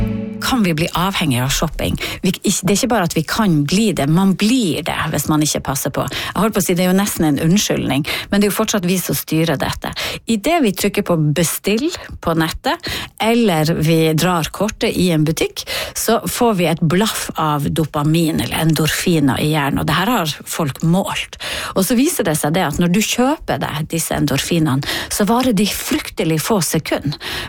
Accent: Northern Norway, Norway; vi er jo nordlendinger

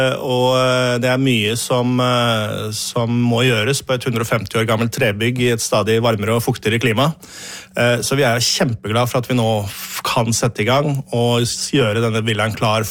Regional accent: Eastern Norway, Norway; Som østlending

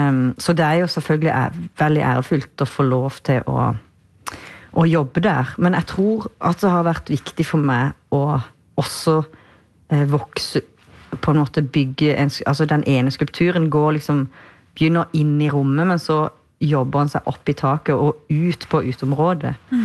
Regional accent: Kristiansand, Agder, Norway; min hjemby där jag är född Kristiansand.

